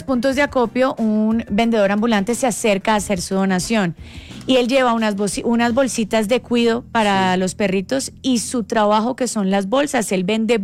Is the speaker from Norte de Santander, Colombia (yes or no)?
no; Cali, Valle del Cauca, Colombia; yo soy caleña